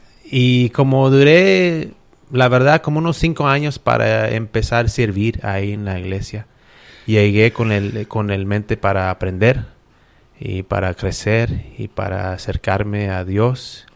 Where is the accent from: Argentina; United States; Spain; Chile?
United States; Midland, Texas; toda la vida he estado aquí en Midland, ahí... pues toda la vida ahí en la East Side, junto de Hidalgo Park, ahí viven mis abuelos todavía. Y en esa área, todo desde niño ahí estaba yo Y pues soy de Midland y no pienso nunca irme de Midland.